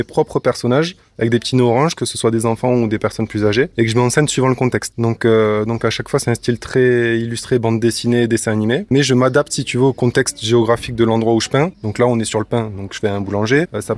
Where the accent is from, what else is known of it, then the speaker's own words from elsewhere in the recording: Saillagouse, Occitanie, France; moved away as an adult; also born or lived in Lille / New Caledonia; J'ai grandi à Sayagüez, donc je suis très, très attaché à la Cerdagne et au Cap-Cyr.